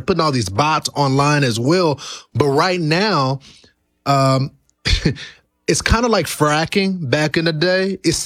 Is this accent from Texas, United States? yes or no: yes; Texas, United States; I mean, look at my home state of Texas.